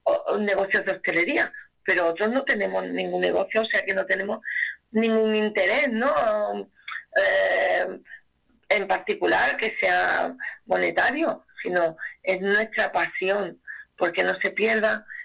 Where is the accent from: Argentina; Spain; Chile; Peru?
Spain; San Fernando, Andalusia; born there; now in Chiclana de la Frontera, Spain; Yo soy nacida en San Fernando, toda mi familia de San Fernando, y siempre, siempre, siempre tengo presente que mis padres están enterrados en San Fernando, pero trabajo en Chiclana, vivo en Chiclana